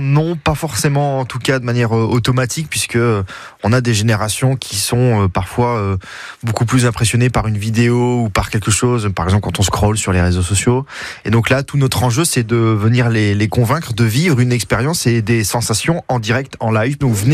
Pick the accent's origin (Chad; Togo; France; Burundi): France; Hauts-de-France; Mais je suis pas Rémois. Voilà, moi je viens du Nord, on dit pas ici, on dit Ichy. Voilà, là où je viens.